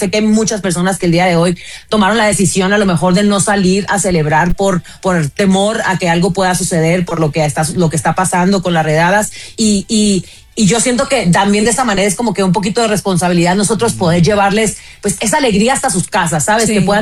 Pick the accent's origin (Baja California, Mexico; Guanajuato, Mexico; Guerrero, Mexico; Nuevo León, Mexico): Baja California, Mexico; Tijuana; moved away as an adult; now in United States; aun cuando yo nací aquí en México, nací en Tijuana, crecí en Tijuana, pues yo ya tengo más de 25 años viviendo en Estados Unidos. Ya formo parte de lo que sería, vendría siendo como, pues estoy medio latinoamericanizada